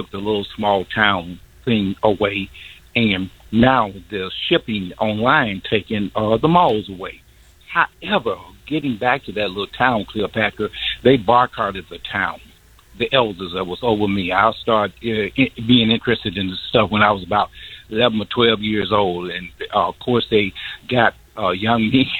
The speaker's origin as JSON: {"language": "English", "area": "Canton", "region": "Mississippi", "country": "United States", "tie": "born or raised there", "moved": "yes", "said": "I'm from Canyon, Mississippi. And when I was growing up down there in the 60s, it was a small town"}